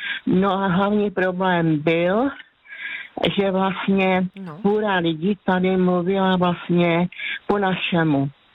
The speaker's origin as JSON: {"language": "Czech", "region": "Zlín Region", "country": "Czechia", "accent": "Wallachian", "moved": "yes", "said": "No, protože prostě já jsem z Valašska, tam je zase jiná nářečí"}